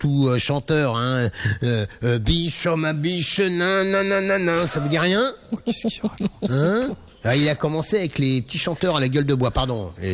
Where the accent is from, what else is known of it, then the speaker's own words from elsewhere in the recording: Corsica, France; now in Paris, France; Non, je suis corse. Mais ça fait un bras que je vis à Paris. J'ai une maison là-bas avec 500 mètres de plage juste pour moi. Mon père y vit toujours.